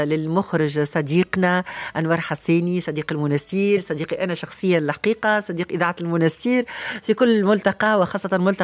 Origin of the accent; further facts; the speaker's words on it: Tunisia; في العزيزة بلادي تونس الحب.